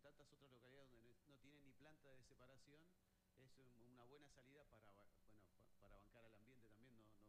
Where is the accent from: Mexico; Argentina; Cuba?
Argentina; Aluminé, Neuquén; yo soy de Aluminé